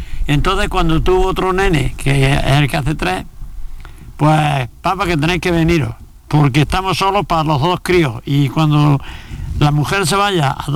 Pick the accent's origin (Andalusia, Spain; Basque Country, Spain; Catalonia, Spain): Andalusia, Spain; Chilluévar; yo me he criado más cerca de Chillueva que de la Iruela, claro, porque me he criado en el campo.